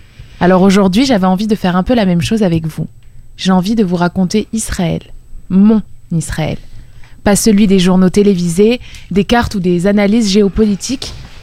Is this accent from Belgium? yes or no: no; France; ils savent déjà très bien qu'on est français.